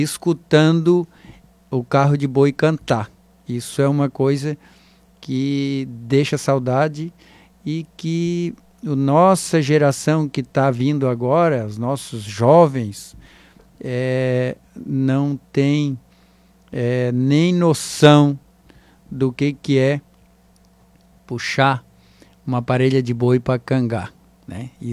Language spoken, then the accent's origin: Portuguese; Ermo, Santa Catarina, Brazil; born there; lá na localidade de Garapuvu, município de Ermo, minha comunidade vizinha lá da minha terra lá.